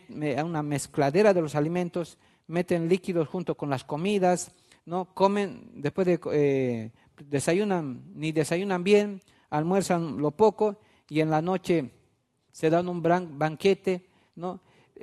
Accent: Bolivia; Es como hoy en día en nuestro país, aquí en Bolivia

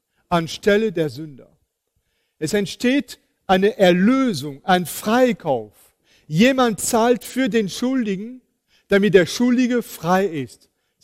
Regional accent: Île-de-France, France; das war kurz vor Weihnachten in der Gegend von Paris, wo ich herkomme.

